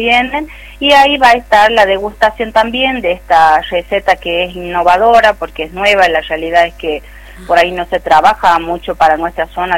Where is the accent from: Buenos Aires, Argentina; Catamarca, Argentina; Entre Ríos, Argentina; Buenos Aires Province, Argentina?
Catamarca, Argentina; Los Varela; la mayoría somos de aquí, de los Varela